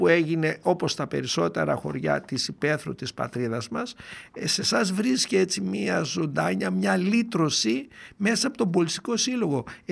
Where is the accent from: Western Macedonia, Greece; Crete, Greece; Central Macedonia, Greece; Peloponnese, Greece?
Central Macedonia, Greece; Doirani; born there; τον τόπο μου, το γενέθλιο, το Κιλκής, το Λαχανά, και λίγο δύο μέρες πιο πίσω στο χωριό μου τη Δοϊράνη.